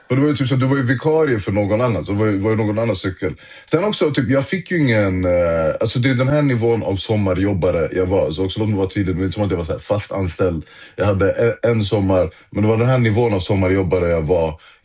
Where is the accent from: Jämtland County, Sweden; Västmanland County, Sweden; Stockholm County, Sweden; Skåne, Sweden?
Stockholm County, Sweden; Stockholm; jag är uppväxt i Rågsved, så du snackar också om att det tar en timmes resväg för mig.